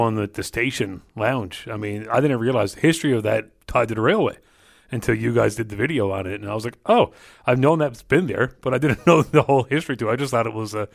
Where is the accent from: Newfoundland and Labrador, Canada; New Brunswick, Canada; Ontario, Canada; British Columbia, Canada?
Newfoundland and Labrador, Canada; Mount Pearl; I grew up in Mount Pearl.